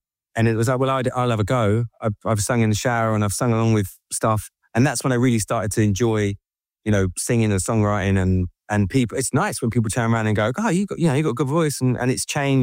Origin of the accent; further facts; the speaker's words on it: Eastbourne, South East England, United Kingdom; We grew up in Eastbourne at the time.